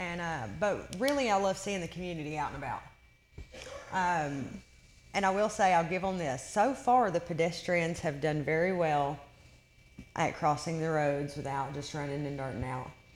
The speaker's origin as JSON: {"language": "English", "town": "Dunlap", "country": "United States", "tie": "born or raised there", "said": "We grew up in Dunlap, you know, and so we're very, very, very accustomed to the yard sale"}